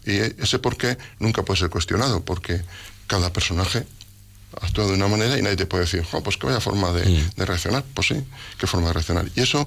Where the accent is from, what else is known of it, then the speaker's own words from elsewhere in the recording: Calamocha, Aragon, Spain; moved away; en mi pueblo, en Calamocha.